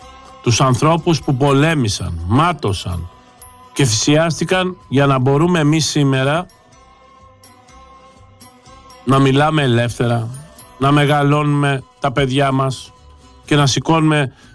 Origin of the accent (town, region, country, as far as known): Greece